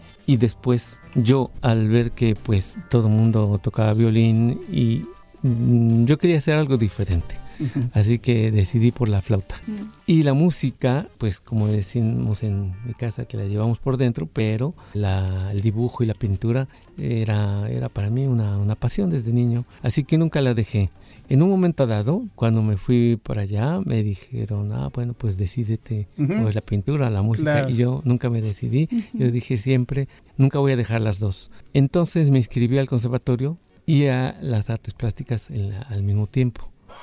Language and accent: Spanish; Xalapa, Veracruz, Mexico; born there; moved away; also born or lived in Brussels; Yo nací en Jalapa, Veracruz. Desde luego me fui muy joven, chamaco, vamos a decirlo así, coloquialmente, a la ciudad de Bruselas para estudiar ahí las artes plásticas, la escuela del conservatorio de música y la escuela de cine.